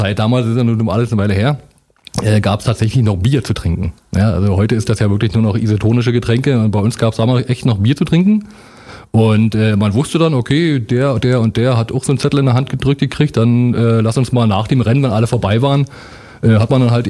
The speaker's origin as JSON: {"language": "German", "region": "East Germany", "country": "Germany", "said": "Also er war noch Westdeutscher, ich war Ostdeutscher."}